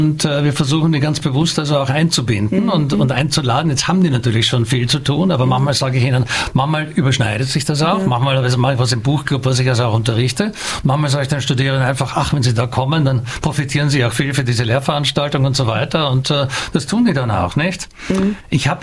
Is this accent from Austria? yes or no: yes; Austria; Und als Österreicher ist mir überhaupt ein Anliegen, die Literatur meines Landes im Ausland zu vermitteln.